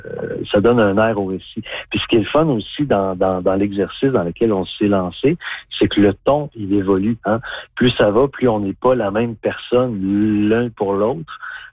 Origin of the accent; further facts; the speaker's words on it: Sainte-Anne-des-Monts, Quebec, Canada; moi, je viens de la Gaspésie, OK, Saint-Anne-des-Monts pour être plus précis